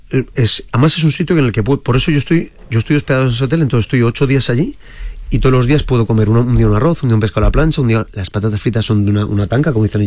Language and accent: Spanish; Madrid, Community of Madrid, Spain; Y mira que no soy del Atleti, soy de Madrid, mira, volviendo al fútbol.